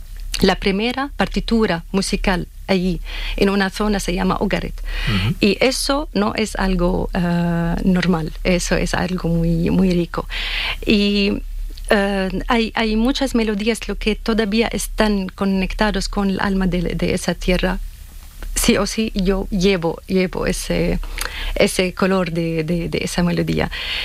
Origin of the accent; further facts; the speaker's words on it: Damascus, Damascus Governorate, Syria; Spanish is a second language; also born or lived in Homs, Syria; now in Spain; Sí, de Homs. Pero aunque crecí en Damasco, pero nací en Homs.